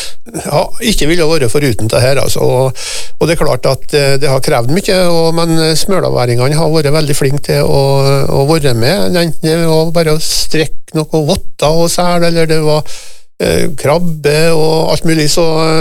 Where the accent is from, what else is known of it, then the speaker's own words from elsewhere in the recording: Møre og Romsdal, Norway; vi er nordmøringer alle sammen